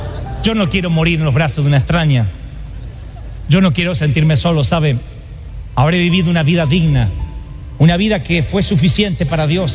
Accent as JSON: {"language": "Spanish", "country": "Argentina", "moved": "yes"}